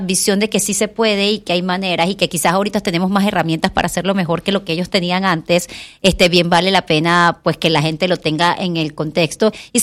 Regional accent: Venezuela; mi país, Venezuela

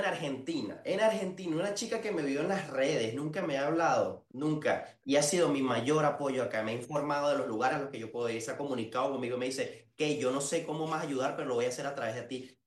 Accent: El Valle, Capital District, Venezuela; moved away; Originalmente yo crecí en el Valle.

